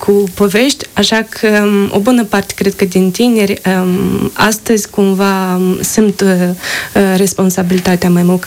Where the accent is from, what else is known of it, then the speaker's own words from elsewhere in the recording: Moldova; am ales să rămân în Republica Moldova